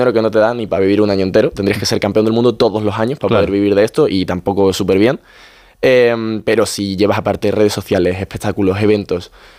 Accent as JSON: {"language": "Spanish", "town": "Seville", "region": "Andalusia", "country": "Spain"}